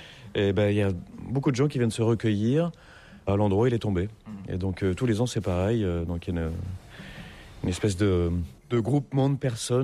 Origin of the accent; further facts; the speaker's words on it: Nouvelle-Aquitaine, France; moved away as an adult; now in Hong Kong; la Charente, donc mon pays natal, que j'adore. Et donc la Charente, où j'ai commencé à faire mon école hôtelière là-bas, mon école de sommellerie. Et après, je suis parti travailler dans le Périgord.